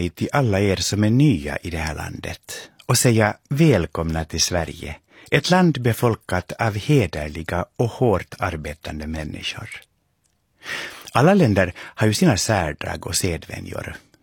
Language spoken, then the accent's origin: Swedish; Finland; first language Swedish; moved away as an adult; now in Stockholm, Sweden; jag är ju finlandssvensk. Jag kan inte ens finska, jag kan bara svenska.